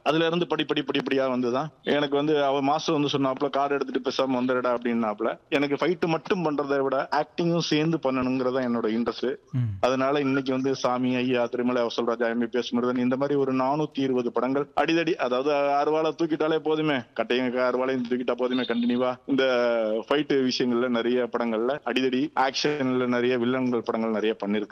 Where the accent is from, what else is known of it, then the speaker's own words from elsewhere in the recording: Tiruchendur, Tamil Nadu, India; now in Chennai, India; ஊருக்கே போய் செட்டில் ஆயிட்டோம். அதுக்கப்புறம் படிச்சது வளர்ந்தது எல்லாமே ஊர்ல தான். நான் இன்னைக்கும் பேசுற ஸ்லாங்கு இல்ல என்ன சொன்னா கேக்கல மரமே நிக்க, இதெல்லாம் வந்து எங்க ஊர்ல உள்ள ஒரு ஸ்லாங்கோட விஷயங்கள்.